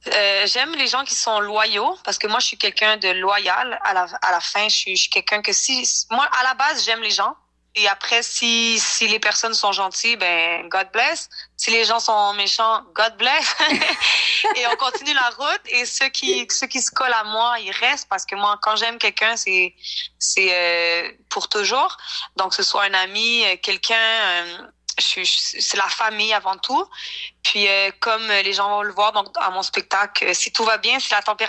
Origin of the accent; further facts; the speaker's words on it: Montreal, Quebec, Canada; Mes 2 parents sont québécois, mais j'ai grandi à Montréal, donc je me considère 100% montréalaise.